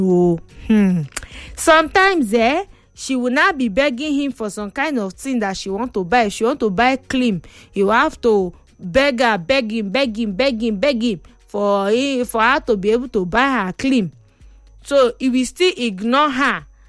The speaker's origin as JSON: {"language": "English", "town": "Ankpa", "region": "Kogi", "country": "Nigeria", "tie": "born or raised there", "said": "I'm from Kogi State, Ankpa local government, all the way from Odeto, Ika Odeto. That is my village"}